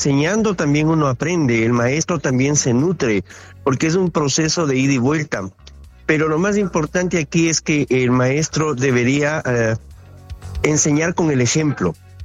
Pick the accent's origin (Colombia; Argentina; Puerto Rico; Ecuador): Ecuador; en Ecuador, yo soy de Ecuador